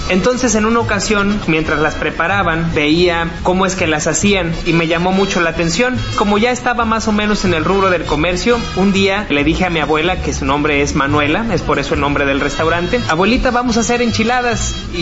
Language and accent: Spanish; Huejutla de Reyes, Hidalgo, Mexico; soy originario de Huejutla de Reyes, Hidalgo.